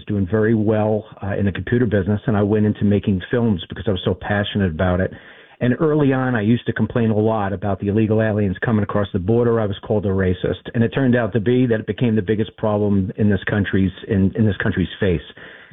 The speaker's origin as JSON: {"language": "English", "region": "New York", "country": "United States", "moved": "as an adult", "lives_now": "South Florida, United States", "said": "as a New Yorker for 50 of my 57 years"}